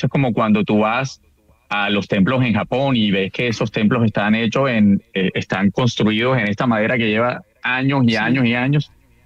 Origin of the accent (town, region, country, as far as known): Barranquilla, Atlántico, Colombia